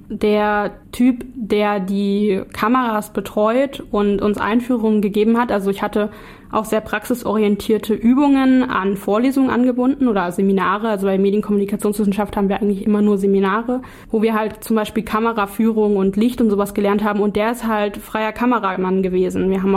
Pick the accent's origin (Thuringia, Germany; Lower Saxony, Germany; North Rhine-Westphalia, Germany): Thuringia, Germany; Erfurt; Also ich bin zwar in Erfurt groß geworden